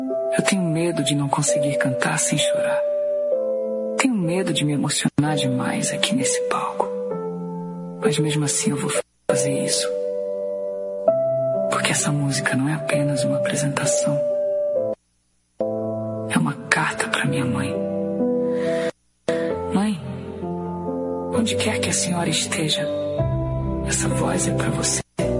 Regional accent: Brazil; Tenho 23 anos e sou do Brasil.

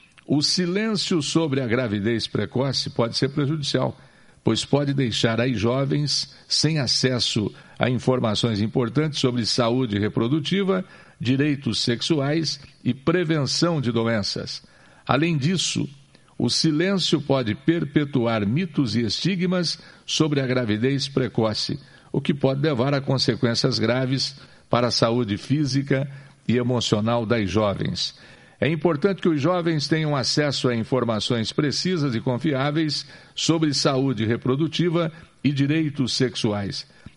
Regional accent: Paraná, Brazil; aqui do nosso estado do Paraná

